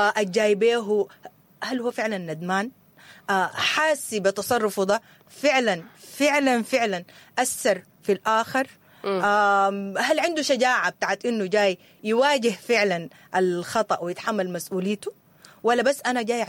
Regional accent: Sudan; قعدت يعني أعاين كده فينا نحن كشعب سوداني، خاصة مع الظروف المرة على البلد دي

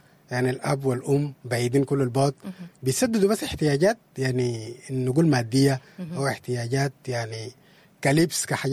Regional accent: Sudan; ذكرياتنا احنا كسودانيين

